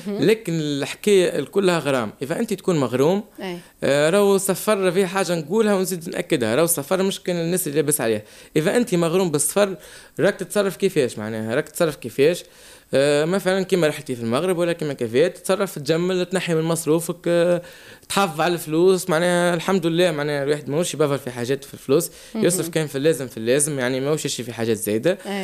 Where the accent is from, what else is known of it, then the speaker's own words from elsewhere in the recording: Tunisia; احنا التوانسة